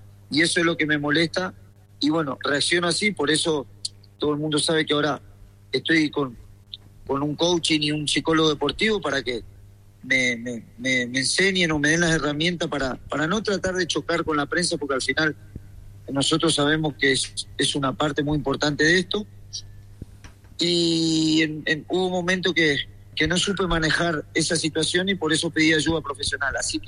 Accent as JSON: {"language": "Spanish", "town": "Reconquista", "region": "Santa Fe", "country": "Argentina", "tie": "born there", "said": "Yo nací en Reconquista, provincia de Santa Fe."}